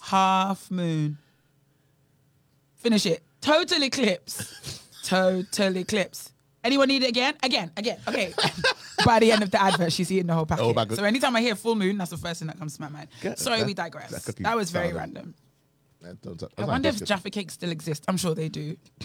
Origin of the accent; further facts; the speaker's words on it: United Kingdom; moved away; By the way, I'm British. If I say certain words differently, accept it.